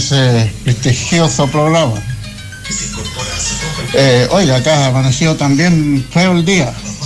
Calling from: Ocoa, Valparaíso, Chile; Acá estoy escuchándolo desde Ocoa.

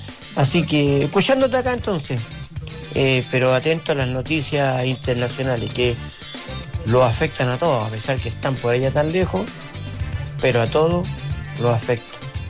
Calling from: Valparaíso, Chile; Acá de Valparaíso

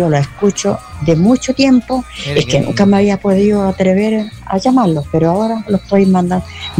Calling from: Valparaíso, Chile; Le dije que era de Catemo, pero yo soy de Las Varillas.

